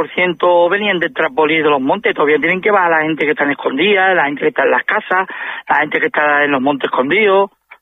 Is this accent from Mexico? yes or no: no; Ceuta, Spain; nosotros somos hijos de Ceuta, españoles, caballas de pura cepa, tengamos cada uno la religión que tengamos